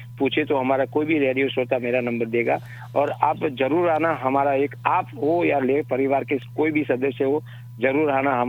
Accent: Patan district, Gujarat, India; born there; मेरा गांव का नाम डेर और तहसील जिला पाटन, जहाँ रानी की वाह है

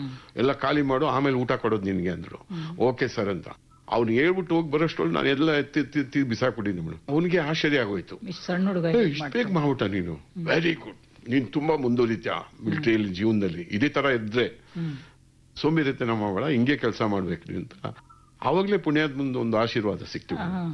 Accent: Bengaluru, Karnataka, India; first language Kannada; Sir ನಾನು Bengaluru Karnataka sir.

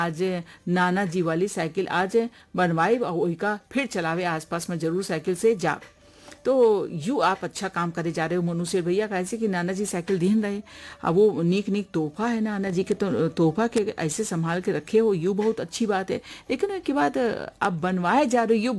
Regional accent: Barabanki, Uttar Pradesh, India; कटरा बारामंकी का रहने वाला हूँ

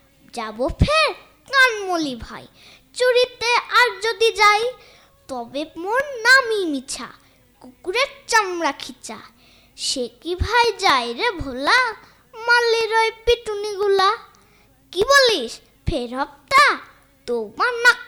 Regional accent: Domkal, West Bengal, India; আমি দমকল মাহিষ্যপাড়া থেকে এসেছি।

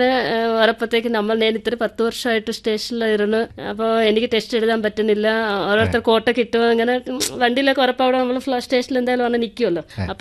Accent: Andhra Pradesh, India; Malayalam is a second language; moved away; Andhra Pradesh.

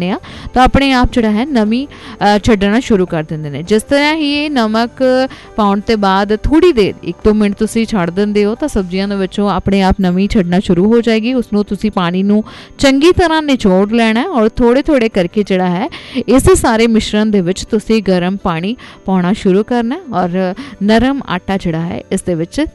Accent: Punjab, India

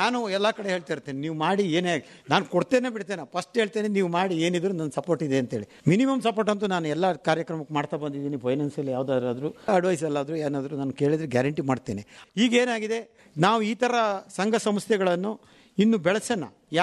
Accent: Karnataka, India; ಈ ಥರ ಕಂಡೀಷನಲ್ಲಿ ನಾವು ಬೆಳೆದವರು. ಯಾಕೆಂತೇಳಿದರೆ ಇಲ್ಲಿ ಯಾವ ನ್ಯೂನತೆ ಇಲ್ಲ ನಮ್ಮ ಈ ಏರಿಯಾದಲ್ಲಿ, ಮಲೆನಾಡಲ್ಲಿ.

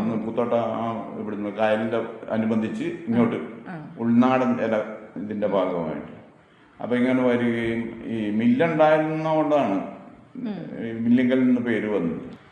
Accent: Kanjiramattom, Kerala, India; ഞാൻ കാഞ്ഞിരമറ്റം സ്വദേശിയാണ്.

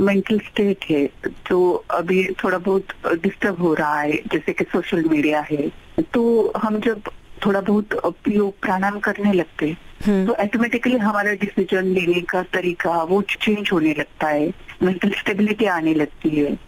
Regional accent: Rajgurunagar, Maharashtra, India; मैं पुणे से हूँ, राजगुरु नगर।

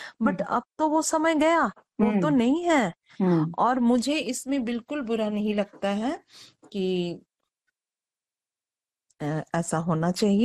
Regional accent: Chandrapura, Jharkhand, India; moved away as an adult; now in Ranchi, India; मैं चंद्रपुरा बोकारो से हूँ

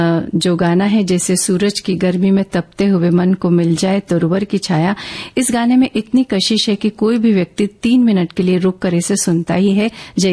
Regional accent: Punjab, India; हमारे यहाँ पंजाब में बड़े घर और ज्यादा भागम भाग नहीं है तो यहाँ उसे पसंद आता है।

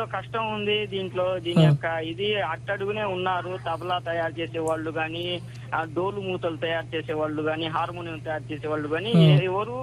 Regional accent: Buchireddypalem, Andhra Pradesh, India; మాది బుచ్చిరెడ్డిపాలెం, నెల్లూరు జిల్లా.

